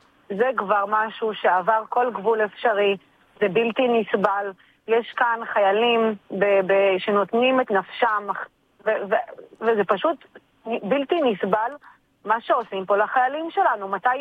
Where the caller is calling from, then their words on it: Jerusalem, Jerusalem District, Israel; אני הייתי אני מתגוררת בקירת יובל.